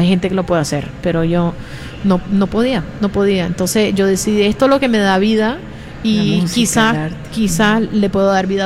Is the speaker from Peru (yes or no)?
no; Nicaragua; pero yo siempre digo que soy de Nicaragua porque